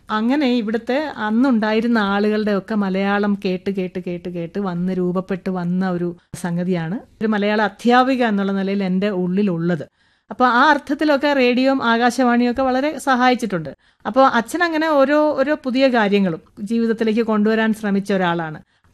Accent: Pallana, Kerala, India; ഞങ്ങളുടെ നാട്ടിൽ ഈ പല്ലന പാനൂർ ഭാഗത്ത് ആദ്യമായിട്ട് സൈക്കിൾ ചവിട്ടുന്ന ഒരു പെണ്ണ് ഞാനാണ്.

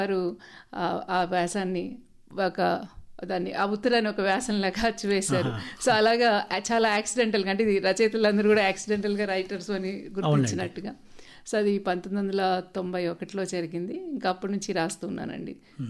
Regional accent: Mahbubnagar, Telangana, India; నా చిన్నతనంలో మా మహబూబ్ నగర్లో

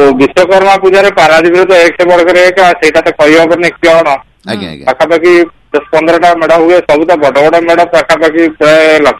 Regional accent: Odisha, India; ଆଉ ଯେହେତୁ ଆମେ ସନାତନ ଧର୍ମୀ ଆମେ ଓଡ଼ିଆ ମୁଢି ନଡ଼ିଆ ଲାଗେ ବଢିଆ ଆଉ ଆମେ ଚାଷୀ ଲୋକ

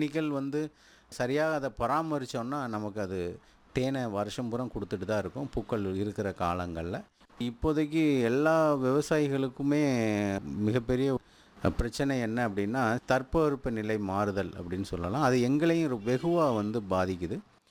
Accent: Sawyerpuram, Tamil Nadu, India; now in Coimbatore, India; நான் பிறந்து வளர்ந்தது எல்லாமே தூத்துக்குடி மாவட்டம், அங்கே சாயர்புரம்னு ஒரு இடத்துல.

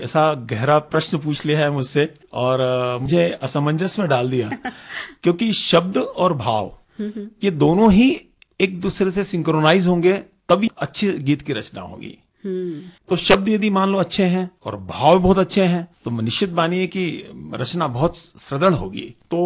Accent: Indore, Madhya Pradesh, India; मैं इंदौर के निवासी हूँ और मालवा क्षेत्र आपको मालूम है कि हमारी मीठी बोली के लिए बड़ा प्रसिद्ध है।

